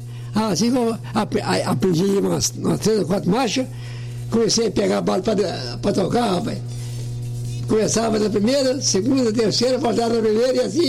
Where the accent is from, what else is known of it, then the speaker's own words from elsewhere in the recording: Northeast Region, Brazil; Eu vim do Nordeste, rapaz.